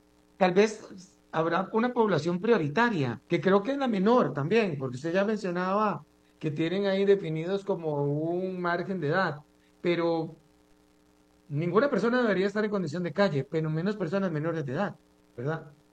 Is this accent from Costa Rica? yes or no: yes; San José, Costa Rica